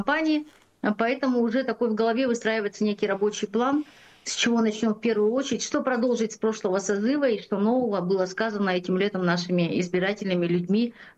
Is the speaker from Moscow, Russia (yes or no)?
no; Sakha Republic, Russia; И с моей малой родины, из Чуропчинского района, поступила первая новость для партии